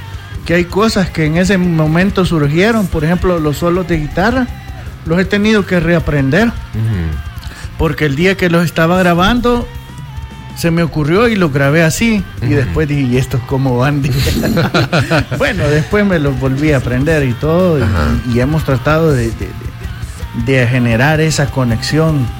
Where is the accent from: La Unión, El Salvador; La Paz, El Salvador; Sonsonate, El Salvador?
La Paz, El Salvador; Zacatecoluca; hubo un tiempo que estaba en Zacatecoluca, de donde soy originario